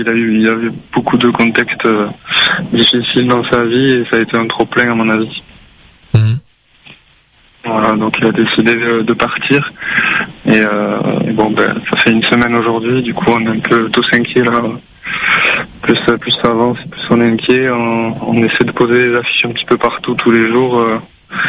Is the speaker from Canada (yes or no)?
no; France; Moi je viens de France, hein, je suis venu exprès à La Réunion pour le retrouver.